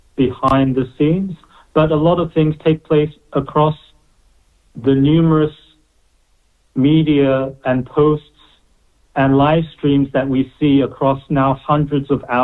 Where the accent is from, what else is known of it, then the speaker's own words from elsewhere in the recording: Dunedin, Otago, New Zealand; moved away as an adult; I come back and know no one in my hometown.